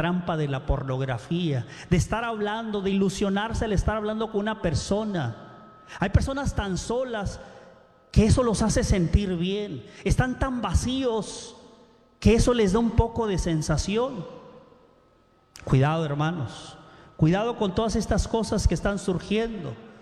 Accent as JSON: {"language": "Spanish", "country": "Mexico", "said": "los que somos de México"}